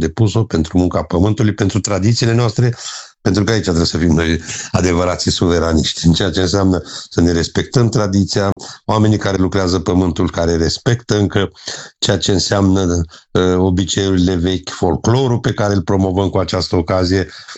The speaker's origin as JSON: {"language": "Romanian", "town": "Blaj", "region": "Alba County", "country": "Romania", "said": "municipiul nostru are doar 20.000 de locuitori, nu suntem foarte mari."}